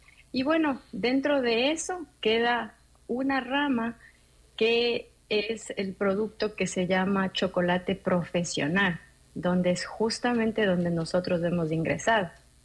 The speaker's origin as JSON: {"language": "Spanish", "country": "Ecuador", "said": "nosotros como ecuatorianos"}